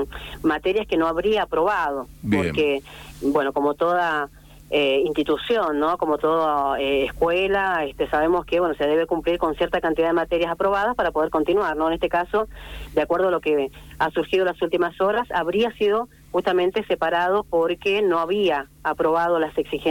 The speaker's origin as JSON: {"language": "Spanish", "region": "San Juan", "country": "Argentina", "said": "Somos un pueblo tranquilo, ¿sí? Somos ciudadanos de San Juan, ¿no? Donde obviamente no ocurren este tipo de cosas habitualmente."}